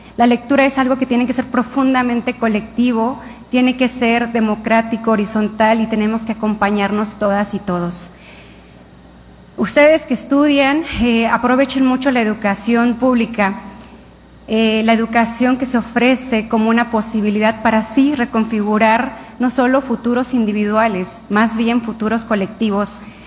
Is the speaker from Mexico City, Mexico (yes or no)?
no; San Quintín, Baja California, Mexico; also born or lived in Oaxaca; Yo nací en la Mixteca de Oaxaca, pero me tocó crecer en el Valle de San Quintín, que hoy día sigue siendo un valle mayoritariamente agrícola